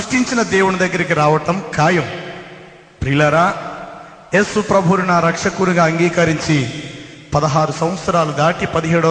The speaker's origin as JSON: {"language": "Telugu", "town": "Rajahmundry", "region": "Andhra Pradesh", "country": "India", "tie": "born or raised there"}